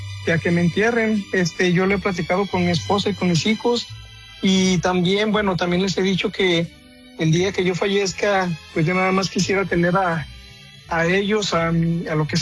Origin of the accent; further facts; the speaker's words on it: Aguascalientes, Mexico; now in United States; yo estoy aquí en Indiana, yo soy de Aguascalientes.